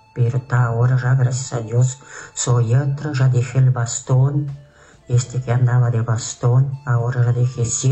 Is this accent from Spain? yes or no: no; Buena Unión, Rivera, Uruguay; Soy de campaña, de Buena Unión.